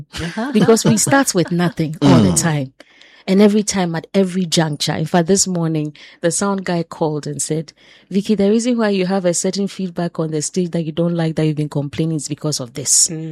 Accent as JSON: {"language": "English", "country": "Ghana", "said": "And the person could not believe that I'm from Ghana."}